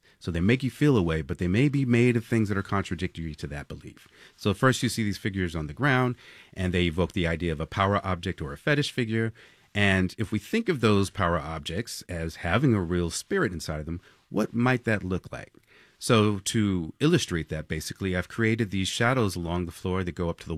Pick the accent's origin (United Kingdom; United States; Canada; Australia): United States; Los Angeles, California; also born or lived in Japan; as a teenager growing up in Los Angeles, I was a graffiti artist.